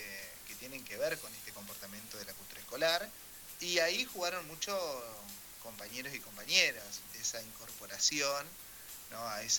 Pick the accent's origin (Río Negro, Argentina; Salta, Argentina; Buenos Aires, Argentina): Río Negro, Argentina; Luis Beltrán; Sí, pero real, de los nacidos de verdad en el hospital de Luis Beltrán y criado en este pueblo.